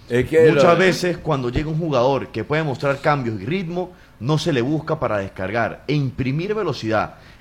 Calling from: La Fría, Táchira, Venezuela; me escribe: saludos desde Arlington, Texas, Estados Unidos. … soy de La Fría, Estado Táchira.

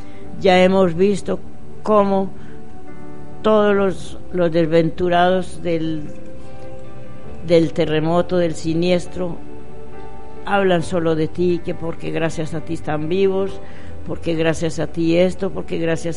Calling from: Venezuela

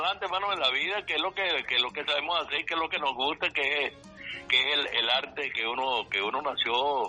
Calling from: Maracay, Aragua, Venezuela; estoy en Maracay, vivo en Maracay

